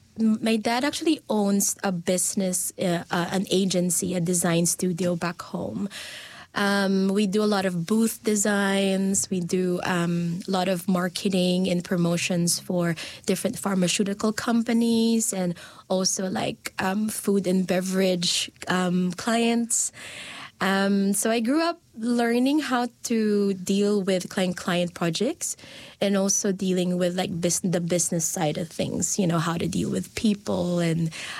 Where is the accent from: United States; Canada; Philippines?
Philippines; Quezon City, Metro Manila; also born or lived in Bulacan; now in New Zealand; So I was born in Bukawe, Bulacan. So it's a province nearby Manila. And then I grew up, I was raised and I grew up mainly in Manila, Quezon City, with my parents and my two siblings.